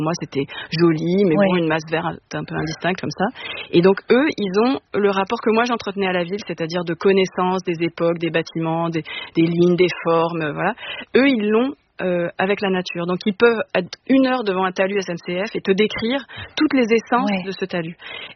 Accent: Paris, Île-de-France, France; je suis chorégraphe, je suis parisienne, j'accumule un peu les, les défauts.

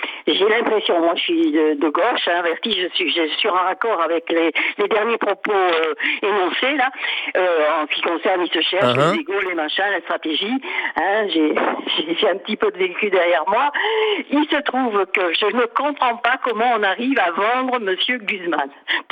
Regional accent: Arcachon, Nouvelle-Aquitaine, France; je connais, je suis d'Arcachon en plus, donc, et je connais les Landes

